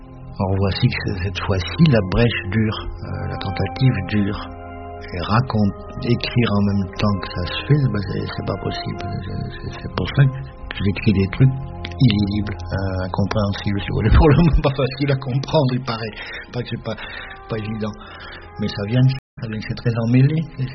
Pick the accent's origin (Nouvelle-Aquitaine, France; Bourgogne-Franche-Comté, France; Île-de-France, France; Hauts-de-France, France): Hauts-de-France, France; Bergues; moved away; also born or lived in Lille; à Berg, ma ville natale, c'est une ville de... C'était, je ne sais pas si c'est encore, il y avait des fortifications, il y avait un pont-levis, il y avait, ouais, c'était très moyenâgeux, hein, puis il y avait des remparts.